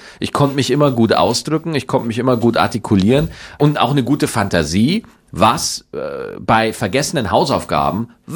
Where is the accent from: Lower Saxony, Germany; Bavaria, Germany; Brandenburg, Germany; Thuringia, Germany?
Bavaria, Germany; Schwarzach; Also ich bin in Schwarzach zur Schule gegangen. Also es ist wirklich ein bayerisches Dorf.